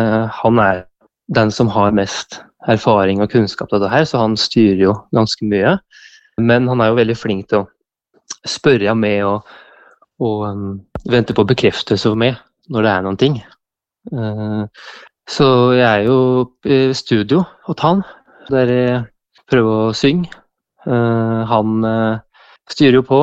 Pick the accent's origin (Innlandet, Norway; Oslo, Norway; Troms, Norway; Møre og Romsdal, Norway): Innlandet, Norway; Fåvang; plassen der jeg kommer ifra